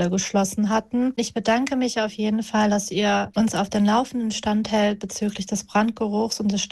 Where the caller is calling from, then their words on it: Wuppertal, North Rhine-Westphalia, Germany; Wir kommen aus dem Bereich Wuppertal-Langerfeld